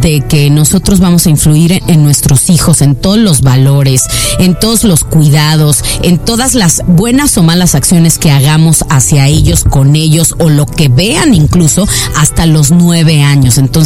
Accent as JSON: {"language": "Spanish", "town": "Guadalajara", "region": "Jalisco", "country": "Mexico", "moved": "yes", "said": "Nosotras somos esas tapatías que importaron desde Guadalajara, Guadalajara, Jalisco, México."}